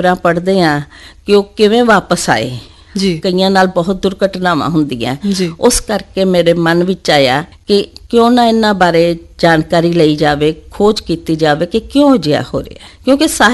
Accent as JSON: {"language": "Punjabi", "town": "Moga", "region": "Punjab", "country": "India", "tie": "born or raised there", "lives_now": "Jalandhar, India", "said": "ਹਾਂਜੀ, ਮੇਰਾ ਜਨਮ ਮੋਗਾ ਵਿੱਚ ਹੋਇਆ। ਉੱਥੇ ਹੀ ਮੇਰੀ ਜਿਹੜੀ ਸਟੱਡੀ ਹੈ primary school, higher secondary school ਦੀ ਹੋਈ। BA ਦੀ ਪੜ੍ਹਾਈ ਵੀ ਮੈਂ ਉੱਥੇ ਹੀ ਕੀਤੀ।"}